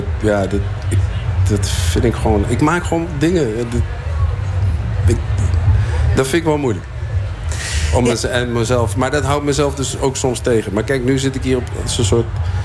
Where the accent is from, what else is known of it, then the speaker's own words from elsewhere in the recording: Zwolle, Overijssel, Netherlands; Vroeger was ik bijvoorbeeld trots van. Ja, ik kom uit Zwolle, maar ja, daar heb ik niks voor hoeven doen, hè.